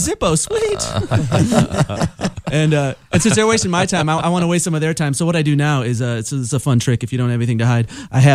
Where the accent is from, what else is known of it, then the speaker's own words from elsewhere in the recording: Chicago, Illinois, United States; moved away as an adult; also born or lived in Los Angeles; now in New York City, United States; They found out I was from Chicago.